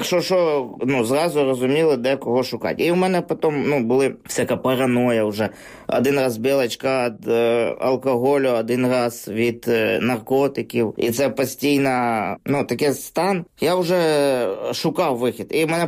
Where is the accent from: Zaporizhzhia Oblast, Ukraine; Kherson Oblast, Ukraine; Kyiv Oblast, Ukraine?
Kyiv Oblast, Ukraine; Vyshneve; Народився в Києві, потім десь через півроку бабуся отримала квартиру, ми переїхали жити у Вишневе. З самого дитинства я живу у Вишневе.